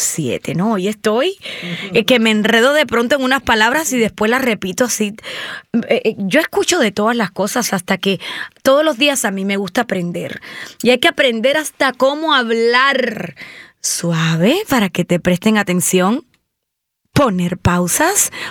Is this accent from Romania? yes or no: no; Cuba; Yo me crié en Cubita la Bella. Y que bueno, que ahora la verdad que no está tan bella.